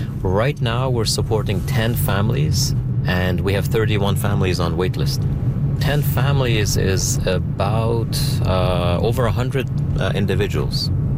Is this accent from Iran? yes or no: yes; Tehran, Tehran Province, Iran; When I was a kid growing up in Tehran, and this is something that I've forgotten